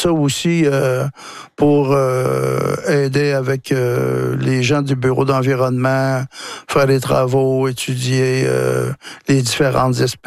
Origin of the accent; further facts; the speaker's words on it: Wôlinak, Quebec, Canada; Chez nous, à Wolinak, la langue avait été éteinte.